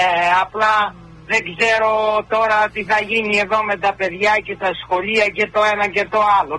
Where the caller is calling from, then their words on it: Chicago, Illinois, United States; από το Σικάγο.